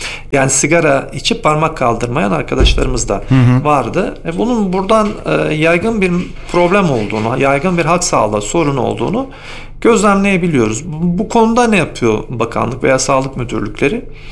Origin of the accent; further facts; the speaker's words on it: Afyonkarahisar, Turkey; also born or lived in Ankara; Bunu sadece bir Afyonkarahisarlı olarak ben söylemiyorum. Hemşehrilerim biliyorlardır herhalde, uzun dönem Ankara'da da merkezi idarelerde görev yaptığımızdan